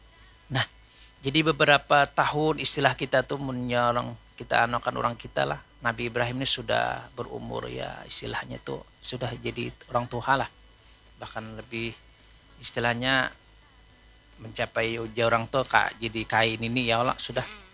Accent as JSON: {"language": "Indonesian", "area": "Banjar", "region": "South Kalimantan", "country": "Indonesia"}